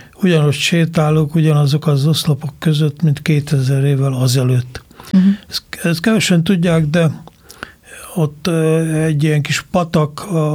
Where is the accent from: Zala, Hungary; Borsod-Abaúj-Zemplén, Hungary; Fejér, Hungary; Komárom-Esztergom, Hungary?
Fejér, Hungary; Székesfehérvár; Én meg székesfehérvári vagyok, tehát majdnem gyerekkori az ismertség, középiskolás volt.